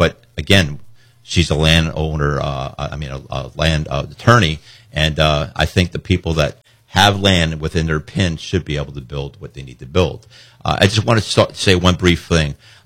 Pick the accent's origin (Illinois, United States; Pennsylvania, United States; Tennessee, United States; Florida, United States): Pennsylvania, United States; Allentown; And when I grew up in Allentown, that's what people did. We mainly walked to work.